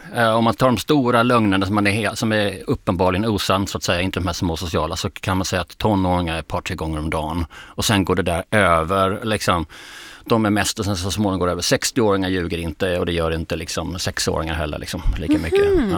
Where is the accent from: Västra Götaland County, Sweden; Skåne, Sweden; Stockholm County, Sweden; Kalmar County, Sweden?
Skåne, Sweden; Jag tänker, du är värmlänning och jag är skåning.